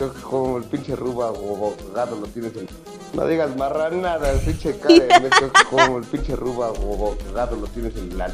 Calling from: Nezahualcóyotl, State of Mexico, Mexico; Yo soy de Nezahualcóyotl.

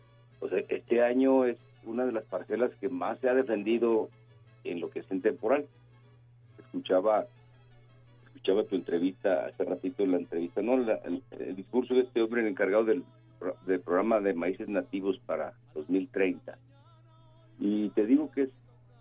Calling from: Mexico

